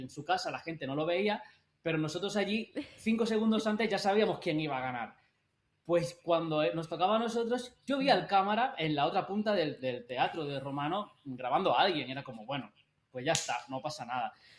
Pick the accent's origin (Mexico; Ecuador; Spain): Spain; Andalusia; saber que somos los únicos andaluces junto con Sara Varas